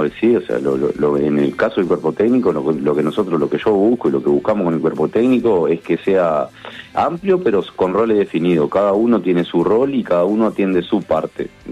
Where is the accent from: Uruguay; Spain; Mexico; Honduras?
Uruguay; lo que somos los uruguayos